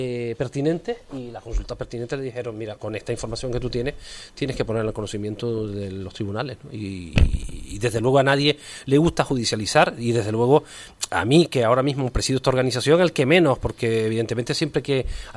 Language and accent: Spanish; Canary Islands, Spain